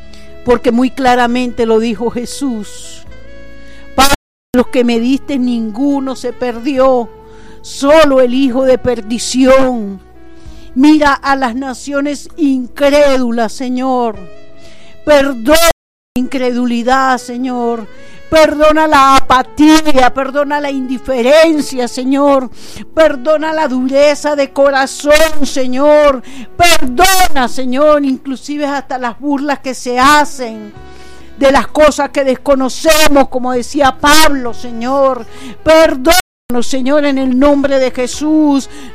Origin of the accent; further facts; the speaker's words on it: Venezuela; Te pedimos como los venezolanos que somos